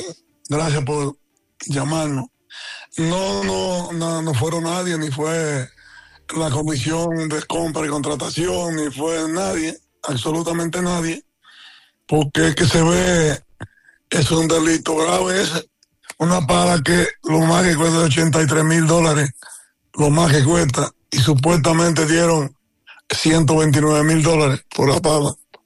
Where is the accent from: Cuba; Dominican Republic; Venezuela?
Dominican Republic; Sabana Iglesia, Santiago